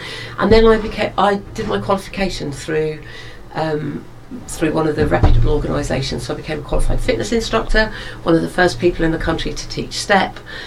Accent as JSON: {"language": "English", "town": "Gorleston", "region": "East of England", "country": "United Kingdom", "tie": "born or raised there", "also_born_or_lived": "Paris / Glasgow", "moved": "as an adult", "said": "So hundreds of years ago, when God had a paper round, I grew up in Gorleston."}